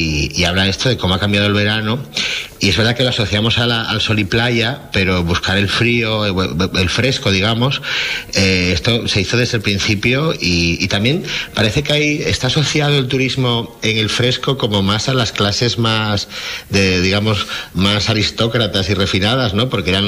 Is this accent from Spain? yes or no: yes; Oviedo, Asturias, Spain; Sí, sigo en Oviedo, en mi ciudad natal.